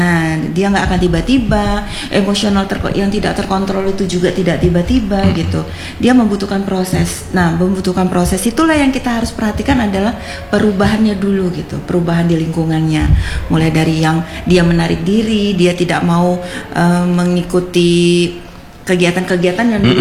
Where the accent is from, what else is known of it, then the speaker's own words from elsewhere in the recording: Java, Indonesia; Nah, misalnya nih saya orang Jawa menikah sama orang